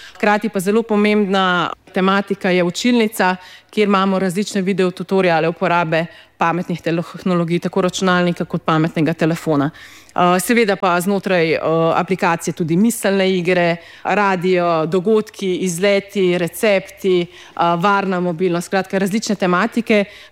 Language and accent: Slovenian; Southeast Slovenia, Slovenia; sama prihajam iz Dolenjske, iz neke vasice, kjer v bistvu nimamo priložnosti do tega digitalnega opismenjevanja